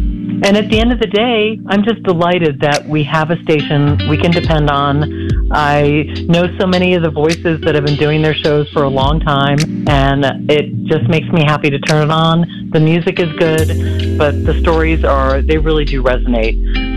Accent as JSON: {"language": "English", "town": "Jackson", "region": "Wyoming", "country": "United States", "said": "I'm from Jackson, Wyoming."}